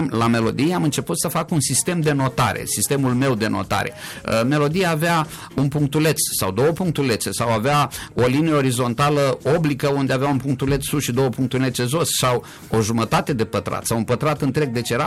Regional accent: Iași, Iași County, Romania; eu sunt ieșean la origine

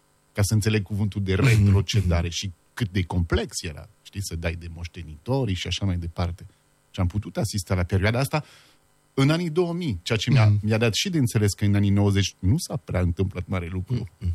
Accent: Paris, Île-de-France, France; moved away; Și eu sunt din Paris.

